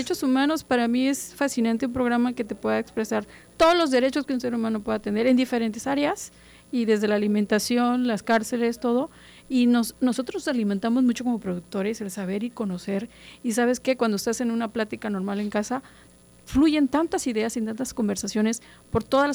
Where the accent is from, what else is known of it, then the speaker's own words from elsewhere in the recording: Tabasco, Mexico; soy tabasqueño